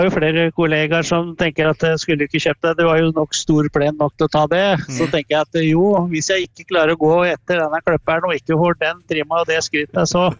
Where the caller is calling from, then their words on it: Holmestrand, Vestfold, Norway; Ja, nå så sitter vi vel midt i Vestfold, kan jeg tenke meg, rundt Holmestrand, midt på innlandet der.